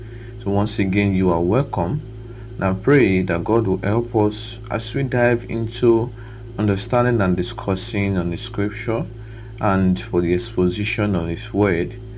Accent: Okada, Edo, Nigeria; from Okada Town, Edo State, Nigeria

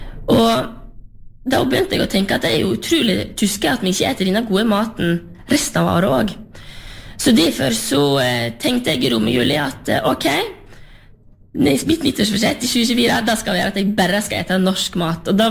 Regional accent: Luster, Vestland, Norway; som jeg kommer jo selv ifra Lerigard på Sørheim

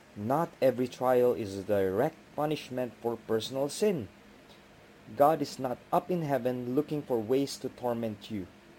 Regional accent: Baguio, Cordillera Administrative Region, Philippines; moved away; my hometown back in Baguio City

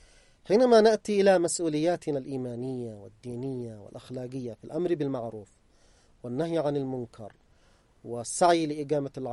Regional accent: Yemen; نحن كشعب يمني

